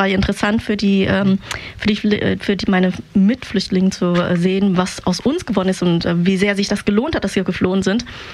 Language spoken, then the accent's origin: German; Vietnam; German is a second language; now in Germany; Ja, wo die ganzen vietnamesischen Flüchtlinge gelebt haben. Und da sieht man, wie viele von uns da waren.